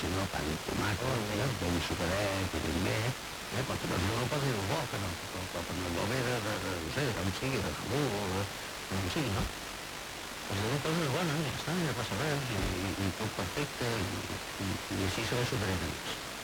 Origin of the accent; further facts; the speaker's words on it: Catalonia, Spain; jo soc molt català i molt fan del flamenco.